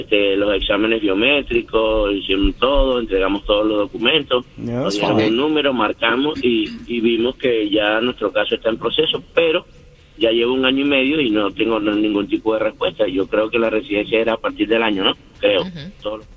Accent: Venezuela; moved away; tengo muy poco tiempo en este país, soy de Venezuela, ¿verdad? Y nosotros nos trajeron por un programa de reasentamiento familiar

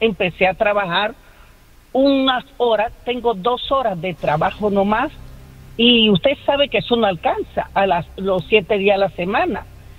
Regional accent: Caribbean coast, Colombia; soy colombiana, soy de la costa, igual que ustedes.

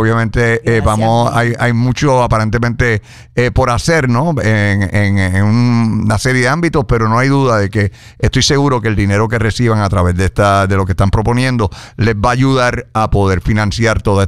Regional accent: Puerto Rico; Yo, como buena puertorriqueña, madre.

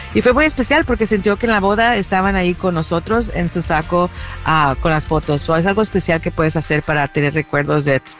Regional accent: El Salvador; como soy salvadoreña, les damos cola champán.

